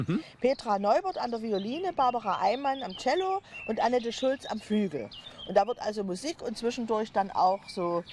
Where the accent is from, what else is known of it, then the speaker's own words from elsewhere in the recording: Saxony, Germany; born there; Ja, ja, aber ich bin ja auch Sächsin von Geburt und Gemüt.